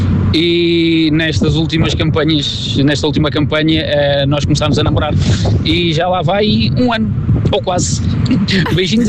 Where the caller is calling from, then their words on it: Almada, Setúbal, Portugal; sou da Charneca da Caparica.